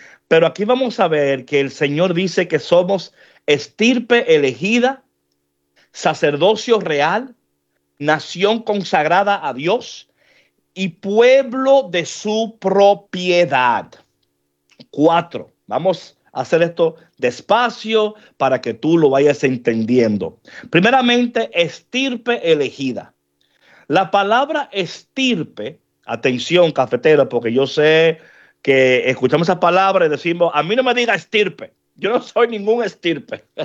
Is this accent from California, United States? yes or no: no; New York, United States; yo crecí en New York.